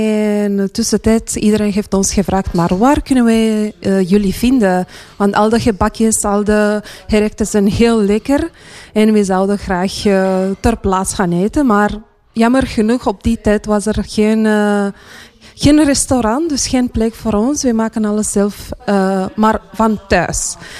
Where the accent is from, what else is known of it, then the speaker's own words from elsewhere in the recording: Romania; now in Belgium; We zijn Roemeens.